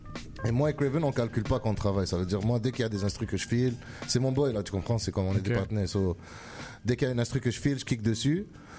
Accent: Algeria; Moi, j'ai un grand sentiment d'appartenance à mon pays natal, l'Algérie.

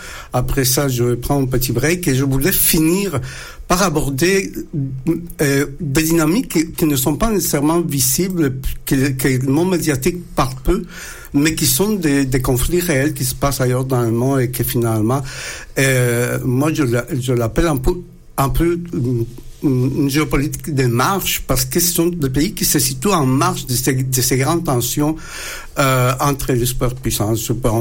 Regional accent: Nicaragua; moved away; celui du Nicaragua, mon pays d'origine.

